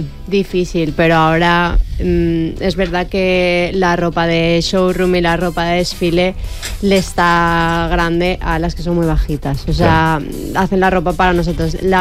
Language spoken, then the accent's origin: Spanish; Valencia, Valencian Community, Spain; pero en mi generación solo habíamos de Valencia, no había ni de Madrid, ni de Barcelona, ni de andaluza, ni...